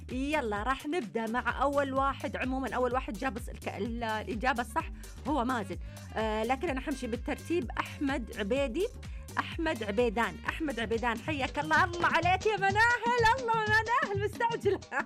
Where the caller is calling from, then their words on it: Yemen; وألو مساء الخير،